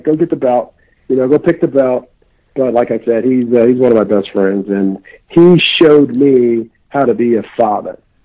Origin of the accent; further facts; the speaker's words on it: Olathe, Kansas, United States; moved away as an adult; Olathe, where I grew up in Kansas